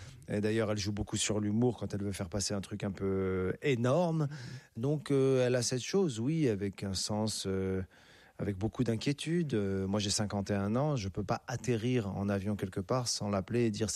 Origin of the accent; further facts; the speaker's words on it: Casablanca, Casablanca-Settat, Morocco; born there; Les révélations, la naissance, en tout cas, de ces choses-là, c'était à Casa, ouais. Je suis né à Casa et ses passions sont nées à Casa.